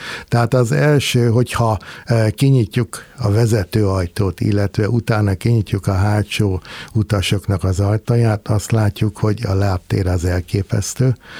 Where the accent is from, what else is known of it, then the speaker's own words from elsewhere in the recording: Hungary; hogyha engem, mint a magyar állampolgárt kérdezel